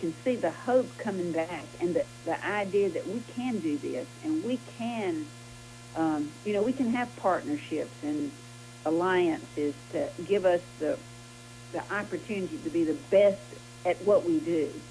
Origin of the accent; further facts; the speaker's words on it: Sandersville, Georgia, United States; I'm from Sandersville, Washington County